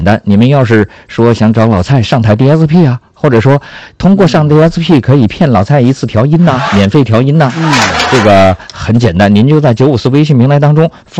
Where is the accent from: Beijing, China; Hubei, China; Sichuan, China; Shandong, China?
Sichuan, China; accent: Sichuanese; 用我们四川话讲呢就叫